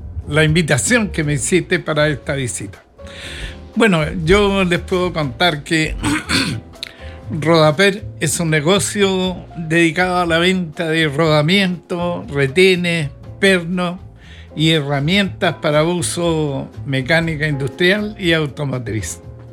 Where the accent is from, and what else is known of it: Concepción, Biobío, Chile